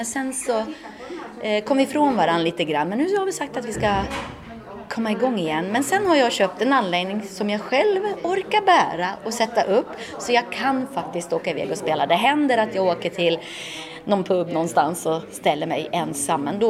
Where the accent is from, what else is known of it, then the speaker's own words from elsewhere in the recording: Tierp, Uppsala County, Sweden; jag kommer ju från Tierp mellan Gävle och Uppsala, Uppland. Och där dansar man.